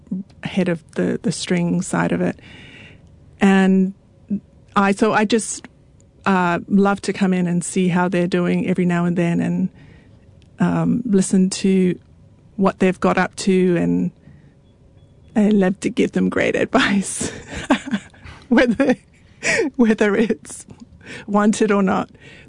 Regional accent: Tonga; born there; oh, you know, I was born in Tonga and I feel like an outsider with Western music.

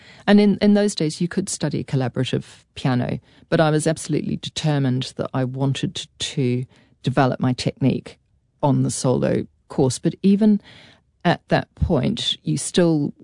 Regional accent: Pukekohe, Auckland, New Zealand; also born or lived in Kaitaia; I grew up in Pukekohe in South Auckland.

